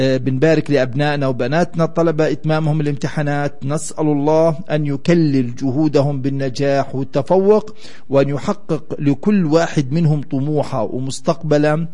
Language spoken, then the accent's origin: Arabic; Palestine